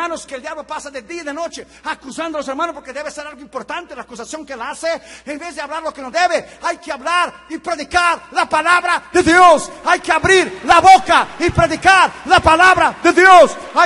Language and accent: Spanish; Brazil; moved away; Mucho gusto … de Brasil.